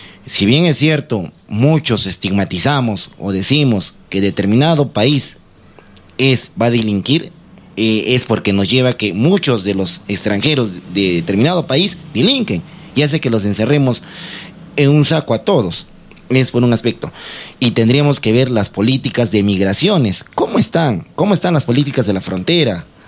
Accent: Peru

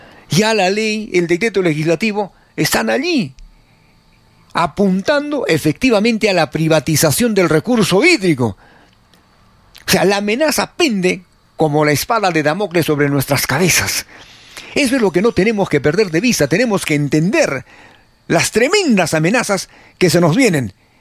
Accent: Arequipa, Peru; Básicamente tenemos que asumir como arequipeños la defensa de lo que es nuestro

